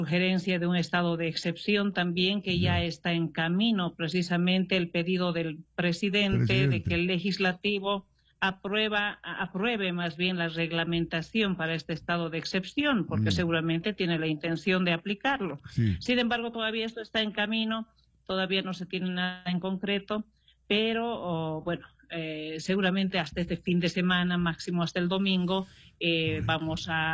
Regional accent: Bolivia; now in Sucre, Bolivia; nuestro país

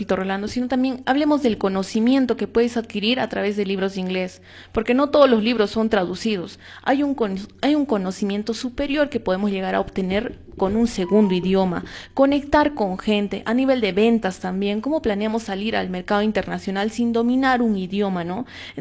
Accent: Cusco, Peru; como cusqueños que queremos y amamos el turismo también

